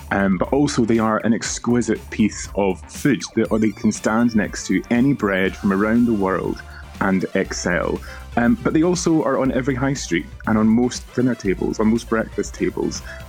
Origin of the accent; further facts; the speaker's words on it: Scotland, United Kingdom; I am a Scottish food historian.